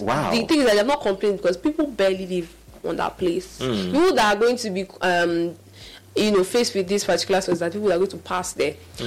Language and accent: English; Lagos, Nigeria; I remember when I was growing up in Lagos, we had sanitation every Saturday morning from 7 a.m. to 10 o'clock.